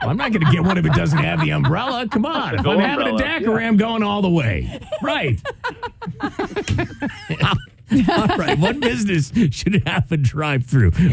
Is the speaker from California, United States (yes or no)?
no; Wisconsin, United States; Now, you would think that something like that would exist in my home state of Wisconsin, right?